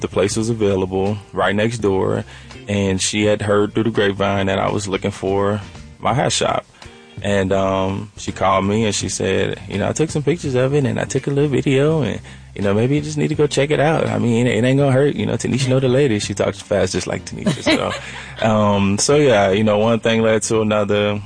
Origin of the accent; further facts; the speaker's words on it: New Orleans, Louisiana, United States; moved away as an adult; now in Atlanta, United States; So I'm born and raised in New Orleans. I've been here since 2019, so I've spent some good time here in Atlanta.